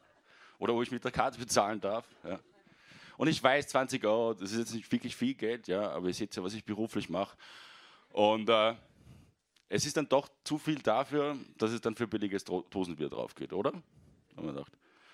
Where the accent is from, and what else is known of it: Salzburg, Austria; moved away as an adult; now in Vienna, Austria